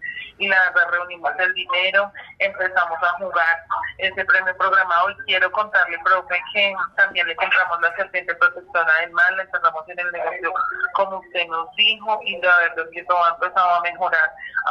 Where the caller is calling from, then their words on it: Garagoa, Boyacá, Colombia; Acá de Garagoa, Boyacá